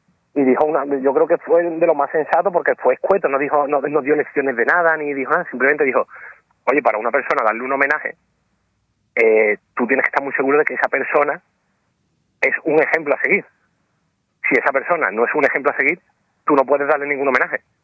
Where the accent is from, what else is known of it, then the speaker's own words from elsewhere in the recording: Seville, Andalusia, Spain; Y entonces, yo, por ejemplo, yo soy un tío de Sevilla que le gusta el carnaval.